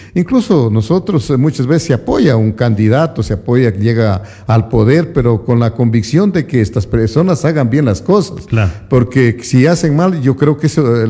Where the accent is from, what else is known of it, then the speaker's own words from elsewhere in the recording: Loja, Ecuador; nosotros como ecuatorianos, como lojanos